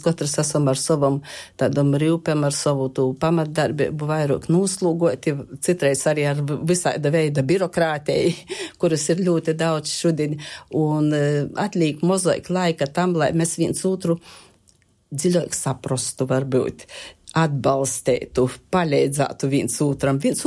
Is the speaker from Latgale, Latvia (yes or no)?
yes; Latgale, Latvia; first language Latgalian; Latgola ir mana dzimto puse. Latgalies runāju savā motis tāva valūdā. Latgalies arī atsagrīžos pēc studējām strodot.